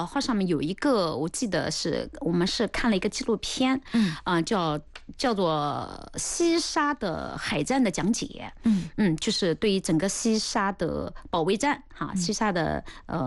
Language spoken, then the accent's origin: Chinese; China; 作为一个中国人